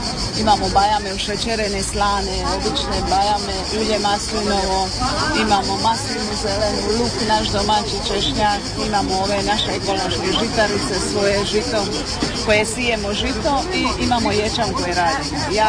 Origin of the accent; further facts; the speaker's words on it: Dubravice, Šibenik-Knin County, Croatia; kod nas u Dubravicama